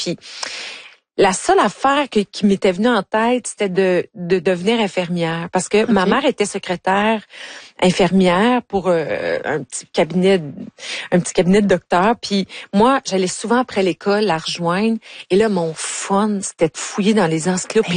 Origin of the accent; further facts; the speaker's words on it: Ontario, Canada; nous, parce que moi, je viens de l'Ontario.